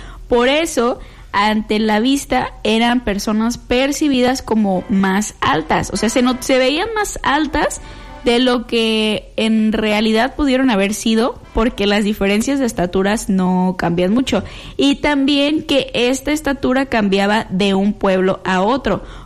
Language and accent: Spanish; Mexico; ¿qué es lo que comemos como mexicanos? Comemos, porque yo también me incluyo